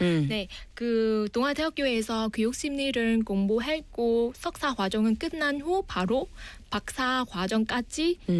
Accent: Vietnam; Korean is a second language; now in Busan, South Korea; 네, 안녕하십니까.

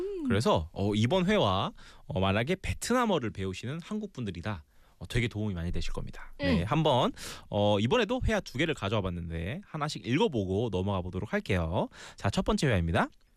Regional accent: South Korea; also born or lived in Vietnam; Thì mình thì là Lai Hàn Việt. Mình thì sinh ra ở Hàn Quốc, quốc tịch thì Hàn. Nhưng mà cũng có là mẹ là người Việt ấy. Xong rồi mình đến đi Việt Nam khi lớp 1.

